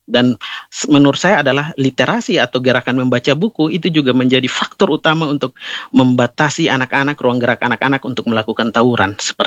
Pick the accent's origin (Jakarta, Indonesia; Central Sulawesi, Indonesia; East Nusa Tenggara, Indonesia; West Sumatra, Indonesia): East Nusa Tenggara, Indonesia; Alor; kita anak Alor jauh